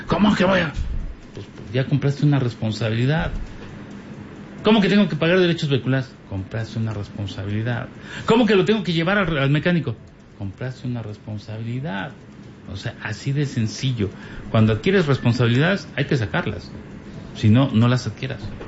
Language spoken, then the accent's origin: Spanish; Mexico; Pues creo que es que somos buenos mexicanos, buenísimos mexicanos.